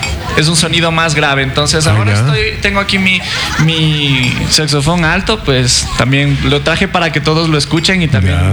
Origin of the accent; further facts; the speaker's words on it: Ambato, Tungurahua, Ecuador; moved away as an adult; also born or lived in Phoenix, Arizona, United States; como ecuatoriano, como ambateño